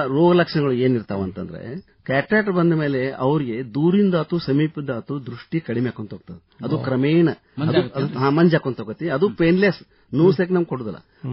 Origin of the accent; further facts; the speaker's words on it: Dharwad, Karnataka, India; ನಾನು ಮುಖ್ಯವಾಗಿ ಧಾರವಾಡದವನು.